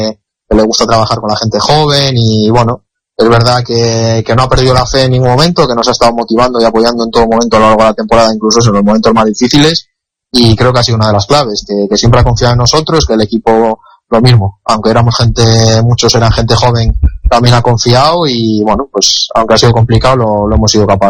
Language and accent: Spanish; Santander, Cantabria, Spain; now in Granada, Spain; aquí estoy ya en Santander con la familia, que llevaba tiempo sin verles, y bien, descansando y aprovechando para disfrutar un poco de la tierruca.